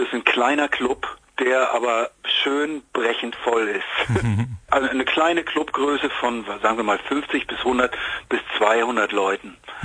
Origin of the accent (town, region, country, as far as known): Hamburg, Germany